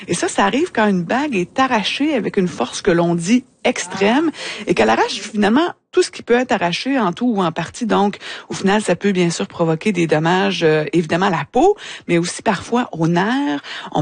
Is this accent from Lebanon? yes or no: no; Shawinigan, Quebec, Canada; Ben, je suis originaire de Shawinigan.